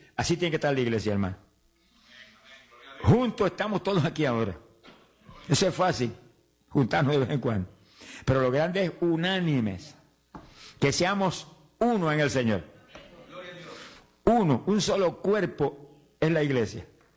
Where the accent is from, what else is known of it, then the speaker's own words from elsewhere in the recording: Camuy, Puerto Rico; convertí allá en Puerto Rico, mi pueblo de Camuy.